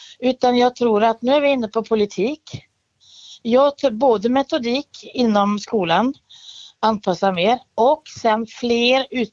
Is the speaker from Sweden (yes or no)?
no; Norway; I Norge, där jag kommer ifrån ursprungligen, så har vi ofta två lärarsystem.